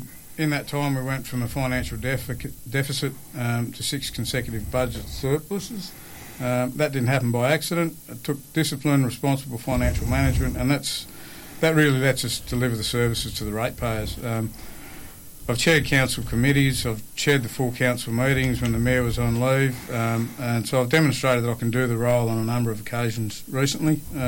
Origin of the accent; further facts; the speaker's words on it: George Town, Tasmania, Australia; I was one of the kids that grew up in Georgetown